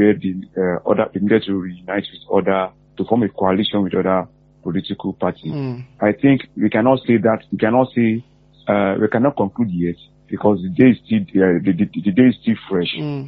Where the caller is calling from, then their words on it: Abuja, Federal Capital Territory, Nigeria; calling from Abuja.